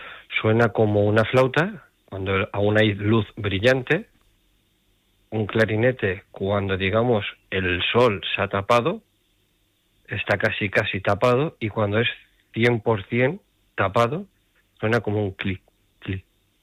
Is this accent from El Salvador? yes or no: no; Elche, Valencian Community, Spain; yo no me encuentro en Castellón, estoy en mi tierra, en Elche.